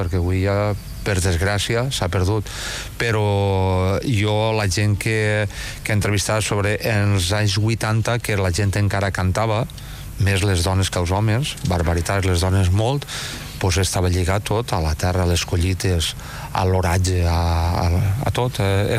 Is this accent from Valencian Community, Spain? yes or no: yes; Valencian Community, Spain; Jo soc de la comarca de la Costera, la capital és Xàtiva, i bueno, ha sigut un poble llaurador tota la vida.